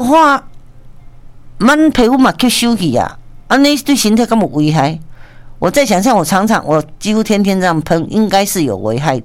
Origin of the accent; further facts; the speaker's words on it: Taiwan; 所以日本人说我们台湾人这身上都有这种香味